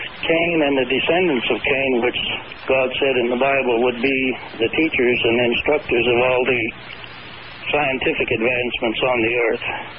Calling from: Great Falls, Montana, United States; Hi, this is … in Great Falls, Montana.

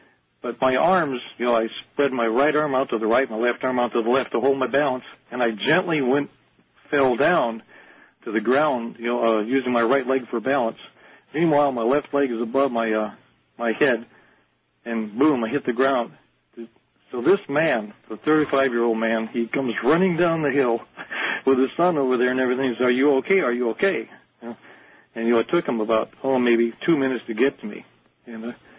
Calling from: Kailua, Hawaii, United States; Yeah, this is … I'm calling from Kailua, Hawaii.

